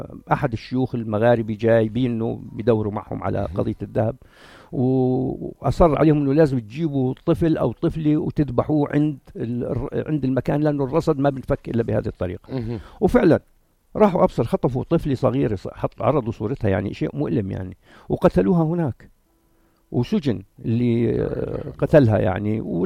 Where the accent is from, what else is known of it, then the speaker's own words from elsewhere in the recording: Jordan; اللي موجود عندنا بالأردن كثير مزور بالمناسبة